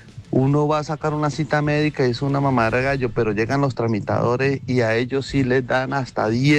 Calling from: Yaguará, Huila, Colombia; desde Yaguará.

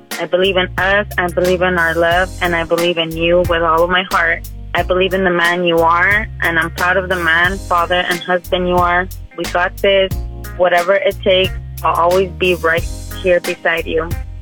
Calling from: Riverside, California, United States; I'm calling from Riverside.

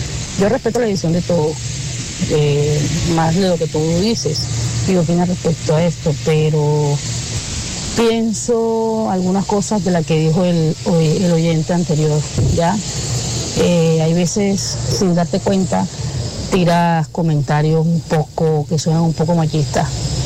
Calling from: Canada; de Canadá.

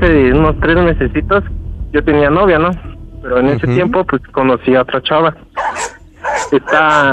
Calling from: Naucalpan, State of Mexico, Mexico; Tengo 18 y soy de Naucalpan.

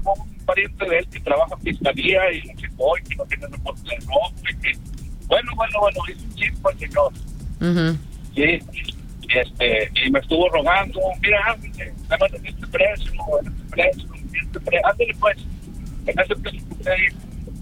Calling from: Gómez Palacio, Durango, Mexico; Yo soy de Gómez Palacio

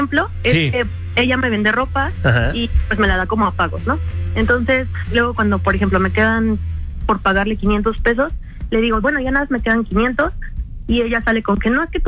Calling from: Mexico City, Mexico; Desde Coyoacán, la alcaldía Coyoacán.

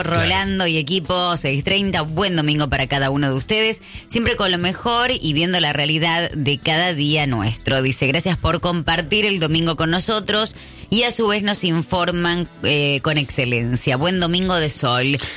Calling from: Belgrano, Buenos Aires, Argentina; Los escucho siempre.

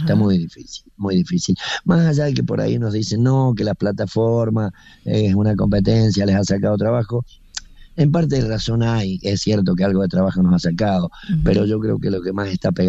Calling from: Mendoza, Argentina; De Mendoza, Mendoza Capital.

